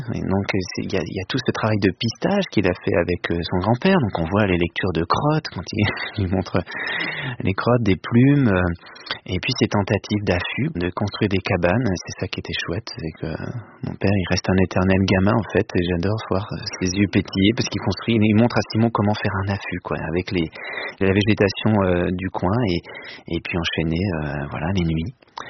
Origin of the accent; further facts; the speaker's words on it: Chamagne, Grand Est, France; moi j'ai grandi à Chamagne, là où il est né, Claude Gelée